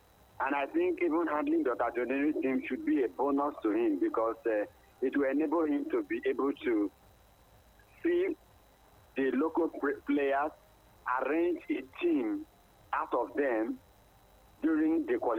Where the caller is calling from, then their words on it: Asaba, Delta, Nigeria; I'm calling from Asaba.